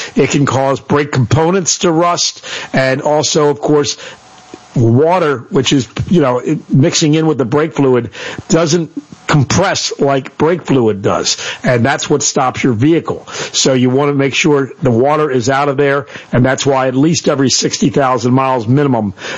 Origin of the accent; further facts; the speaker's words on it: United States; born there; I'm thankful that I'm an American. I'm thankful that I was born here, and thankful that I have the freedom to live here.